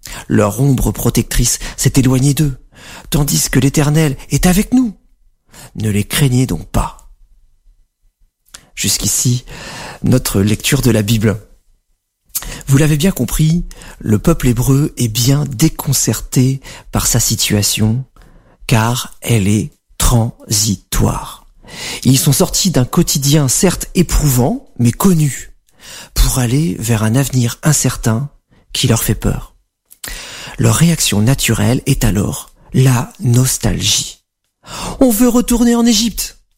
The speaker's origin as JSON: {"language": "French", "country": "France", "said": "En tant que Français"}